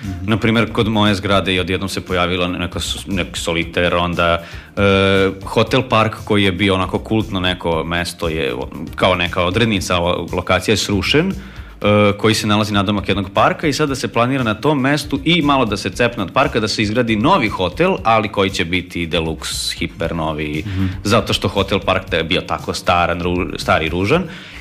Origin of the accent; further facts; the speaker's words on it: Novi Sad, Vojvodina, Serbia; ja sam iz Novog Sada i ja radim u Novom Sadu. I ja mogu da primetim i vidim da Novi Sad ne liči uopšte na onaj Novi Sad u kom sam ja odrastao i u kom sam se školovao.